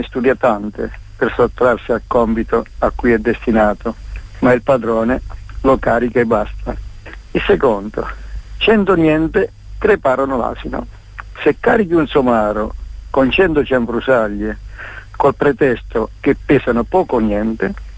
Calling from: Sulmona, Abruzzo, Italy; Sulmona, L'Aquila.

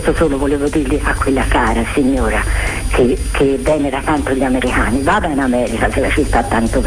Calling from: Florence, Tuscany, Italy; sono di Firenze.

